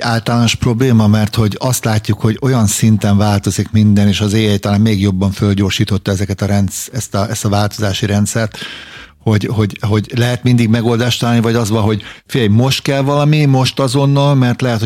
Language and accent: Hungarian; Hungary; amúgy is magyarok vagyunk